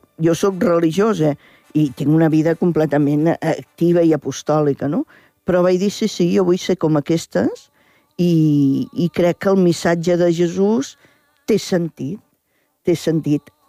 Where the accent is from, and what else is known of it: Reus, Catalonia, Spain